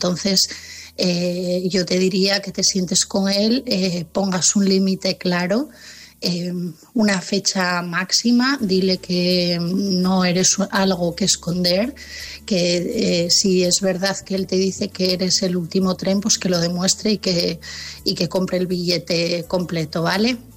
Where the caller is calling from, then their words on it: Asturias, Spain; de Asturias